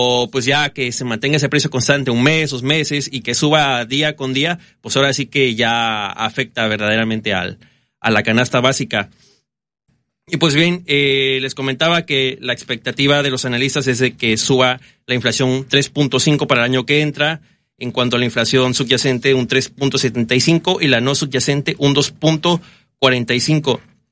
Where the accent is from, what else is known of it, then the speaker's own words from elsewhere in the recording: Mexico; nos afecta a nosotros como economía mexicana.